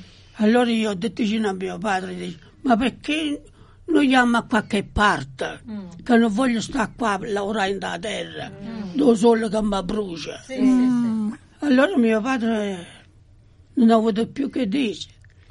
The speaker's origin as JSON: {"language": "Italian", "region": "Campania", "country": "Italy", "tie": "born there", "moved": "as an adult", "said": "Provincia di Benevento."}